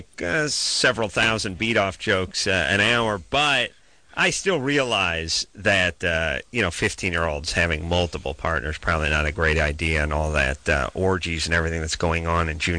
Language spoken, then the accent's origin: English; Los Angeles, California, United States; I grew up in the Los Angeles area and was a K-Rock fan